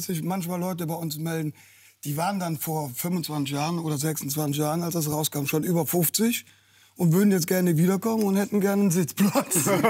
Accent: Cologne, North Rhine-Westphalia, Germany; wir sind ja Kölner.

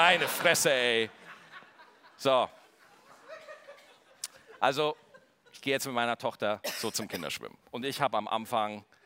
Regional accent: Straubing, Bavaria, Germany; born there; accent: Bavarian; ich bin in Straubing geboren

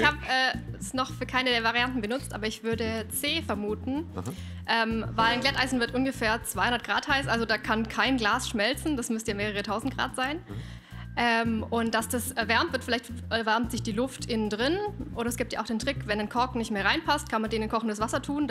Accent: Achberg, Bavaria, Germany; Aus Achberg, das ist bei Lindau am Bodensee.

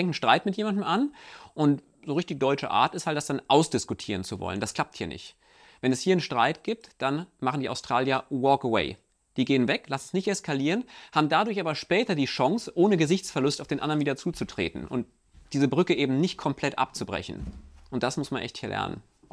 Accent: Germany; In Deutschland bin ich ja nicht an der Küste aufgewachsen, aber hier, dass man so 10 Minuten entfernt vom eigenen Haus so Strand hat

